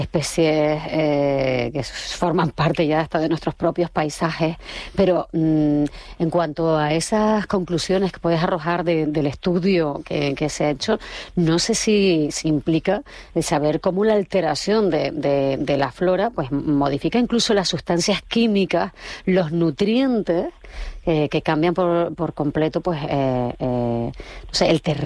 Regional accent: Canary Islands, Spain

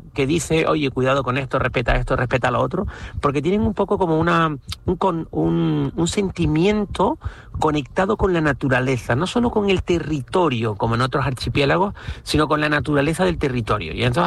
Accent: Canary Islands, Spain; a nosotros que somos españoles, canarios

